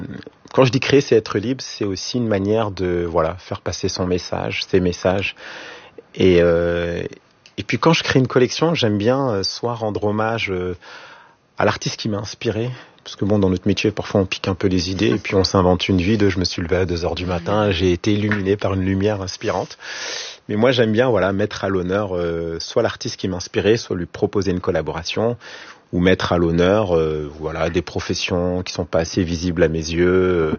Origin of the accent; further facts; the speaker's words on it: Île-de-France, France; Je fais partie des traîtres de la région parisienne.